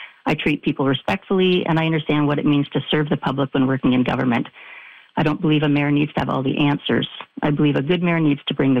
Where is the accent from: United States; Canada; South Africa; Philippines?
Canada; Kingsville, Ontario; Kingsville is where I was born and raised. I grew up here in our family home here on Main Street, which is where I live today.